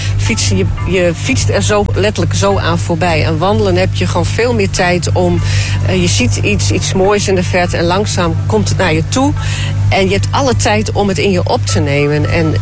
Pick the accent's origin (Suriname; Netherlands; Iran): Netherlands; Westerkwartier, Groningen; Ik kom uit het Westerkwartier, dus dan ben je toch meer richting Friesland, de meren georiënteerd als je al op het water gaat